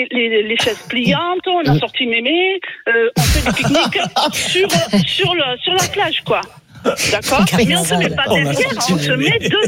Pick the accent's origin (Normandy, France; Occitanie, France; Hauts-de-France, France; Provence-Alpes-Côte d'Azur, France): Occitanie, France; Toulouse; Et moi, je suis de Toulouse de base.